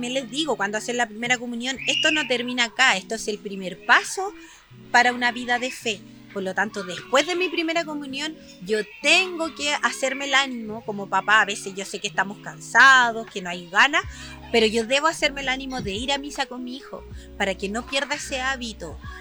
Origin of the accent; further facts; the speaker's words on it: Chile; Claro. Hay que ser chileno para que se entienda.